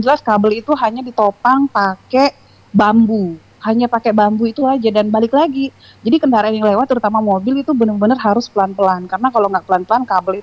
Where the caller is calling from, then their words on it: West Nusa Tenggara, Indonesia; keluhan kita sebagai warga Ireng. Kebetulan saya tuh tinggalnya di Ireng, cuman sekarang lagi di Ampenan.